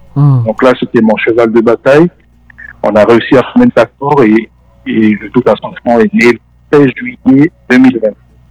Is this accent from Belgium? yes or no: no; New Caledonia; born there; also born or lived in Tahiti